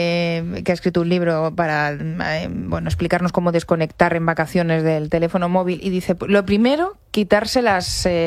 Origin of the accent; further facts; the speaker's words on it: Castilla-La Mancha, Spain; Bueno, como manchega, pues me pega.